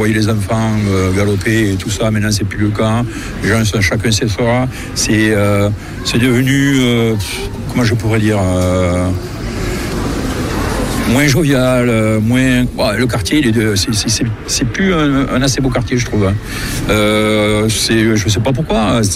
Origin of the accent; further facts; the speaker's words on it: Montauban, Occitanie, France; alors, je suis né à Montauban, certes. J'habitais un quartier qui s'appelait Ville-Bourbon. Mais dans ma tendre enfance, les quartiers, c'était comme des petits villages